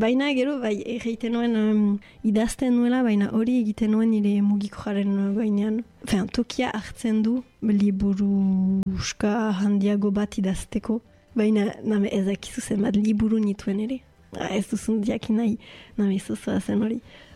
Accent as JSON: {"language": "Basque", "town": "Bayonne", "region": "Nouvelle-Aquitaine", "country": "France", "said": "Baionakoa naiz eta bon, ez dakit importantea den, me ogoita amabost urte ditut."}